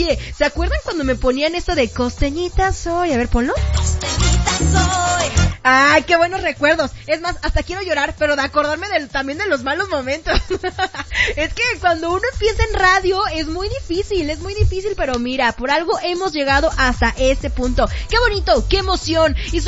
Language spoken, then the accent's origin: Spanish; Acapulco, Guerrero, Mexico; Y contestando tu pregunta de dónde soy, yo soy de Acapulco, Guerrero, ¿ok? Orgullosamente costeñita, de Guerrero. Ay, de donde hay chilate, donde hay bolillo con relleno, marisco fresco, amo, amo. Pero eso sí, la verdad es que no tengo voz de costeña, pues.